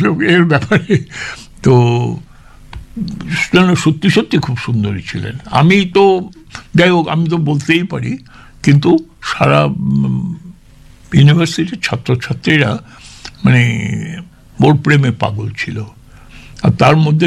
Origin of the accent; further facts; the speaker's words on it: Bikrampur, Dhaka Division, Bangladesh; also born or lived in Kolkata, India; কিন্তু আমার শৈশব কেটেছিল পূর্ব বাংলার ঢাকা জেলার বিক্রমপুরে।